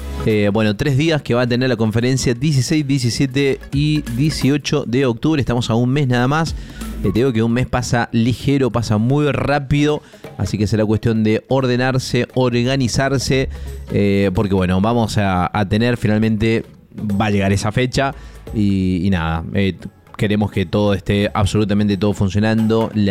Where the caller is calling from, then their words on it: Santa María, Catamarca, Argentina; de Santa María de Catamarca.